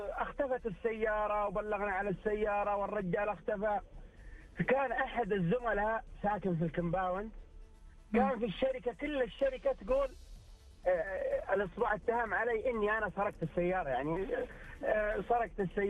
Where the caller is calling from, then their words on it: Riyadh, Riyadh Province, Saudi Arabia; من الرياض.